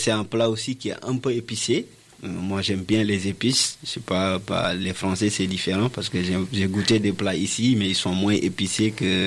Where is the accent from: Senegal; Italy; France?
Senegal; ils me disaient que j'ai pas la culture africaine et tout, sénégalaise. Je suis plutôt français, je parle comme en français et tout.